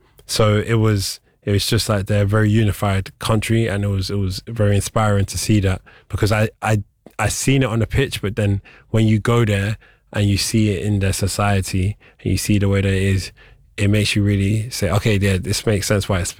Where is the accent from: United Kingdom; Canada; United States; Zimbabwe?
United Kingdom; London; and then I'm this guy from London with a camera.